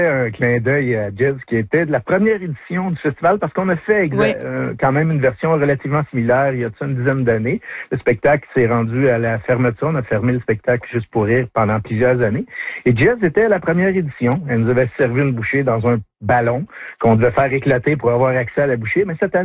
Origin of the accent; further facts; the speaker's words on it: Rouyn-Noranda, Quebec, Canada; moved away; En passant, je viens de Rouyn-Noranda, j'ai quitté Rouyn-Noranda il y a tout ça 25 ans, plus ou moins.